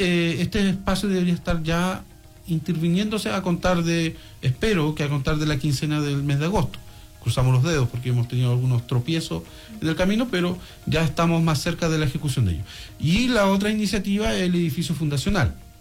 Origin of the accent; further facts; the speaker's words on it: Coyhaique, Aysén, Chile; aquellos que somos de Coyhaique